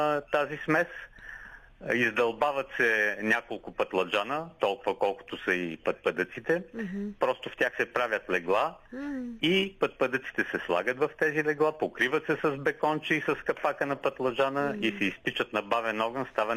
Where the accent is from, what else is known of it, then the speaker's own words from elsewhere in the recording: Montana Province, Bulgaria; Ломския край, откъдето съм родом